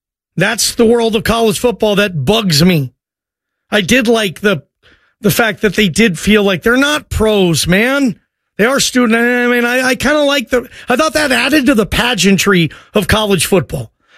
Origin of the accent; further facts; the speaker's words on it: Seattle, Washington, United States; Growing up in Seattle